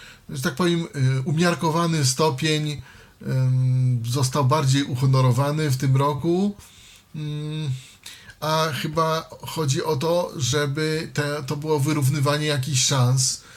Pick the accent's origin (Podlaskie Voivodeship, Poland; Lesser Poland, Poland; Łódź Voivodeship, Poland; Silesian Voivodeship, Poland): Podlaskie Voivodeship, Poland; ja jestem z podlaskiego.